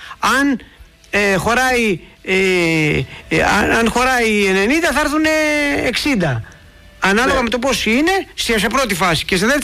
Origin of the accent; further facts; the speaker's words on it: Piraeus, Attica, Greece; also born or lived in Keratsini / Zografou; γιατί είμαι Πασαλιμανιώτης από το Πασαλιμάνι γεννημένος